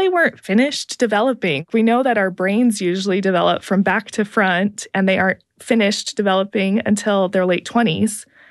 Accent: Pacific Northwest, United States; I grew up in the Northwest, and I remember we would come to visit Utah

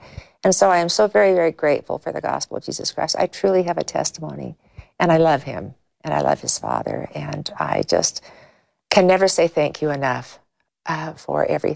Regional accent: California, United States; And growing up in California, not a world that was always easy to live as mm-hmm. as members of the church

